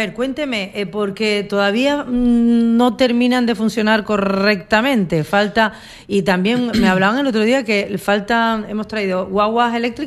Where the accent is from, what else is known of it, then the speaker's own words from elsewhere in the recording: Arrecife, Canary Islands, Spain; yo soy del Lomo